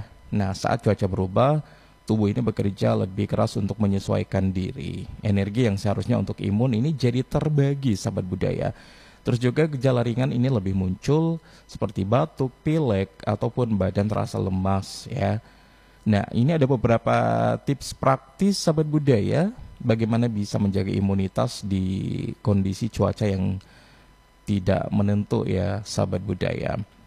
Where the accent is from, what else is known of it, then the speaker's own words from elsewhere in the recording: Gorontalo, Indonesia; Saya orang Gorontalo